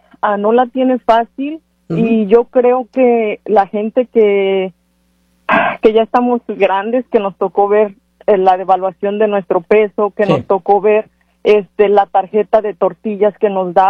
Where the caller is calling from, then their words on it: Michoacán, Mexico; yo soy de Michoacán, me duele mi estado